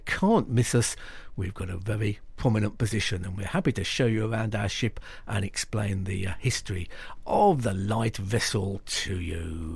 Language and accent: English; Birmingham, West Midlands, United Kingdom; my hometown of Birmingham.